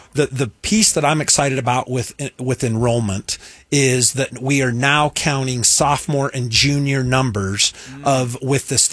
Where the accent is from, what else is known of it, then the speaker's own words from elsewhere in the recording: Cedar City, Utah, United States; I'm a SUU graduate. I grew up in Cedar City, Utah.